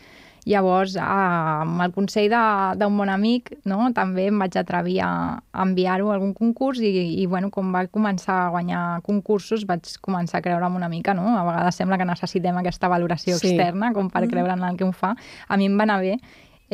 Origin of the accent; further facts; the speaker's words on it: Barcelona, Catalonia, Spain; el districte de Sant Andreu, que era el meu barri.